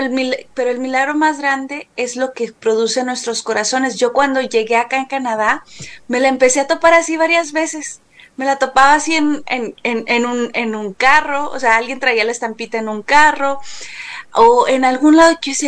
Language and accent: Spanish; Mexico City, Mexico; born there; como mexicana, pues muchos tenemos el amor a la Virgen de Guadalupe, ¿verdad? Pero personalmente les puedo compartir este testimonio que sí, aunque yo pues nací en la Ciudad de México